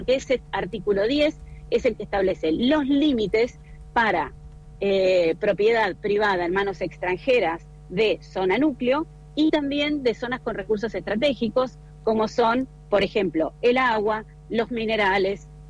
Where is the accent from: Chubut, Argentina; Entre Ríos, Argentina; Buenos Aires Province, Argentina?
Chubut, Argentina